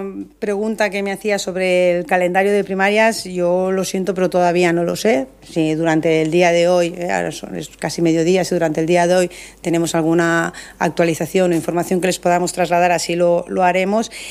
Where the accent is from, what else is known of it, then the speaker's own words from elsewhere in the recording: Catalonia, Spain; además se lo digo como catalana.